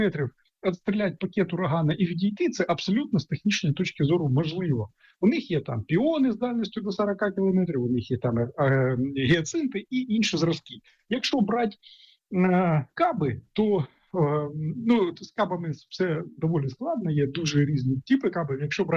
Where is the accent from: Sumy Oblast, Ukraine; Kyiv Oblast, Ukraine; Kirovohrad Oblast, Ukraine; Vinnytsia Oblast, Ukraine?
Sumy Oblast, Ukraine; Sumy; прикордонні міста, такі як моє рідне місто Суми